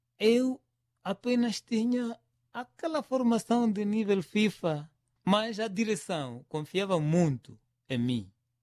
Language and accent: Portuguese; Niassa, Mozambique; o Desportivo do Niassa era um sucesso e orgulho da nossa província.